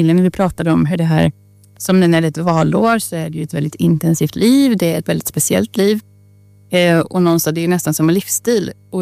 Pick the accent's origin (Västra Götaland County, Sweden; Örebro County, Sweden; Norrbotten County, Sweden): Västra Götaland County, Sweden; Trollhättan; born or raised there